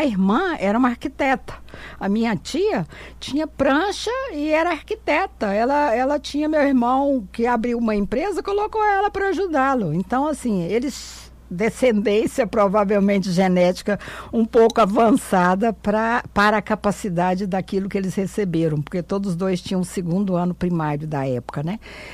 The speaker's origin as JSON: {"language": "Portuguese", "region": "Goiás", "country": "Brazil", "tie": "born or raised there", "accent": "mineiro", "moved": "yes", "said": "Minha mãe é mineira. Todo dia alguém pergunta se eu sou mineira, porque eu tenho esse sotaque de mineiro mesmo. Mas eu falo que eu aprendi a fazer negócio foi ali, no alpendre da casa da fazenda, com meu pai"}